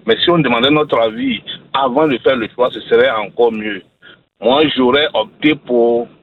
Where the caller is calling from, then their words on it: Abidjan, Côte d’Ivoire; j'appelle de Koumassi.